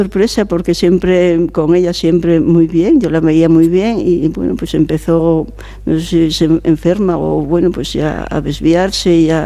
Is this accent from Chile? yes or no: no; Castile and León, Spain; moved away as an adult; pueblo de la ribera del Órbigo